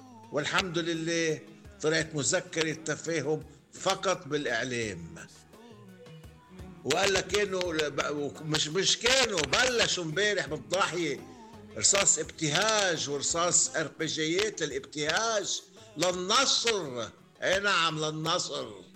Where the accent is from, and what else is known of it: Lebanon